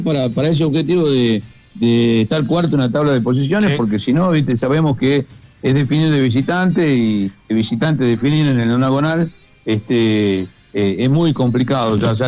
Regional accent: Argentina; sabemos cómo somos los argentinos, somos cantones

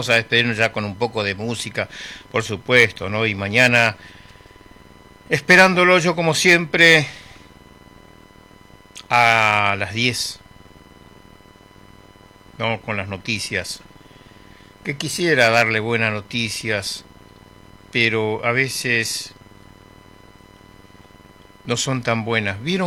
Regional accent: Argentina

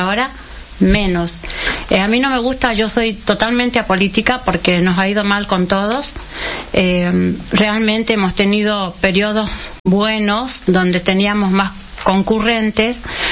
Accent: Salta, Argentina; Somos de Salta Capital.

